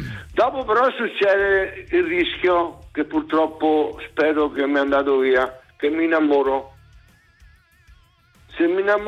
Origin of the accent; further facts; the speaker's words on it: Macerata, Marche, Italy; Io infatti dico a tutti che sono di Civitanova Marche, perché Macerata proprio tende a esaltare il dialetto maceratese.